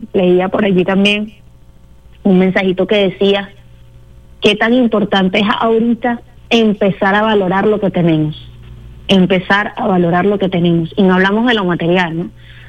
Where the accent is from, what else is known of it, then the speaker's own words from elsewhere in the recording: Venezuela; que han tenido un momento en medio de sus compromisos para enviarnos un mensaje como venezolanos